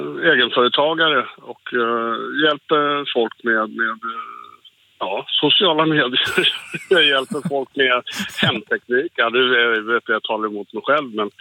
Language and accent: Swedish; Stockholm, Stockholm County, Sweden; now in Västervik, Sweden; Jag är själv från Stockholm.